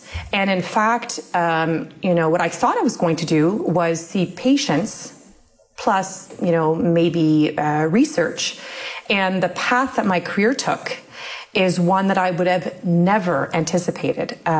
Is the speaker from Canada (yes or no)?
yes; Waterloo, Ontario, Canada; born there; So my parents immigrated from what was then Czechoslovakia, now the Czech Republic, to do their PhDs. And they met in at the University of Waterloo while they were doing their PhDs. That's where I wa